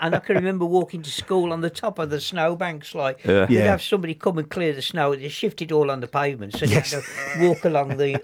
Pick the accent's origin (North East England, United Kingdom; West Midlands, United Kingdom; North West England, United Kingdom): West Midlands, United Kingdom; Solihull; born there; also born or lived in Sheldon, Birmingham; I went to school in Soda Hill.